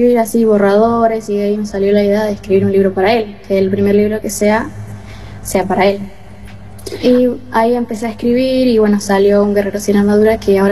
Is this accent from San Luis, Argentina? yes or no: no; Loma Verde, Buenos Aires Province, Argentina; born there; also born or lived in Salta; Sí, de Loma Verde. Nací en Salta, pero bueno, no, hace banda ya estamos acá, en Loma Verde.